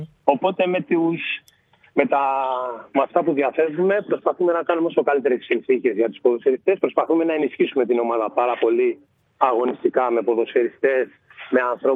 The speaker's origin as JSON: {"language": "Greek", "town": "Keratsini", "region": "Attica", "country": "Greece", "tie": "born or raised there", "said": "Εγώ είμαι ένα παιδί που γεννήθηκα και μεγάλωσα στην Αμφιάλη, στην περιοχή της Αμφιάλης."}